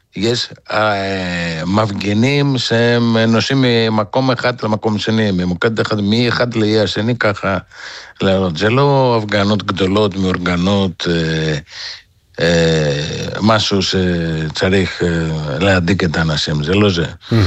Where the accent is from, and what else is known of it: Thessaloniki, Central Macedonia, Greece; born or raised there; Hebrew is a second language